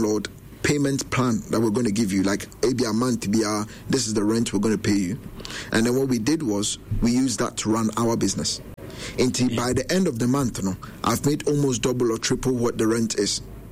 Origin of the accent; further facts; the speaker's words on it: Ghana; now in London, United Kingdom; Because I'm from London, but I'm originally from Ghana.